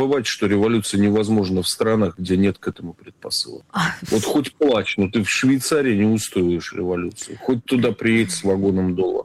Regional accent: St Petersburg, Russia; те самые камыши, в которых я вырос в Петербурге, да, и в Изабе.

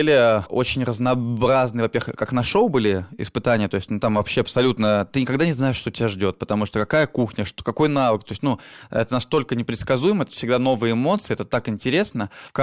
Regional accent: Sebezh, Pskov Oblast, Russia; А Себеж я объяснял, то, что это граница Беларуси, России и Латвии.

